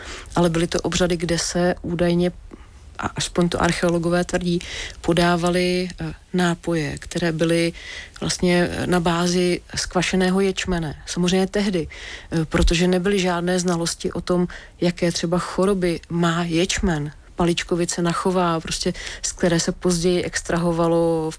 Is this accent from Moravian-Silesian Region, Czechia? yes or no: no; Nymburk, Central Bohemian Region, Czechia; born there; narodila jsem se v Nymburce, že jo, nymburský pivovar, postřižinský, Bohumil Hrabal, takový ten étos toho města, ten duch.